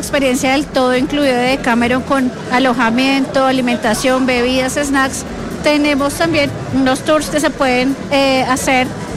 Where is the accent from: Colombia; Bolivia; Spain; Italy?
Colombia; Eje Cafetero; Yo también soy del Eje Cafetero, te cuento.